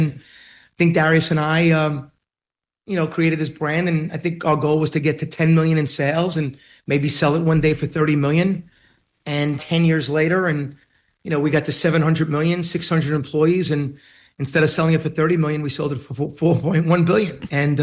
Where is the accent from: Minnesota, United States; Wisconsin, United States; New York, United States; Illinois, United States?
New York, United States; Queens; It's why I always say … from Queens, right?